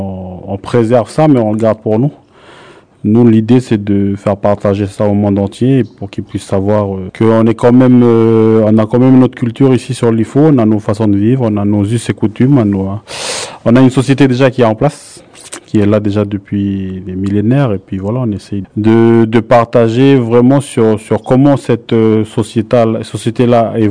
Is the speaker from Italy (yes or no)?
no; Lifou, Loyalty Islands Province, New Caledonia